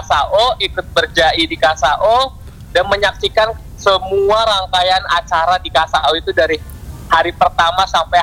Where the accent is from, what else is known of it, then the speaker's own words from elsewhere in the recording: Medan, North Sumatra, Indonesia; Kalau saya sendiri asli Medan nih kakak.